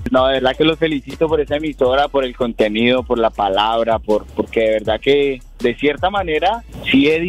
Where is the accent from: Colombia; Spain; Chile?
Colombia; now in Mission, United States; Nosotros somos de Colombia, pero vivimos acá en Mission, Kansas.